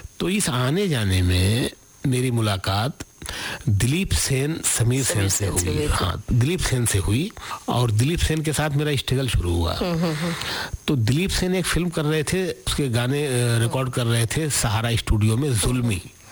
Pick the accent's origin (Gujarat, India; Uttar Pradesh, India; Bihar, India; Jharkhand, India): Gujarat, India; Surat; now in Mumbai, India; तो मैं सूरत से मुंबई आ गया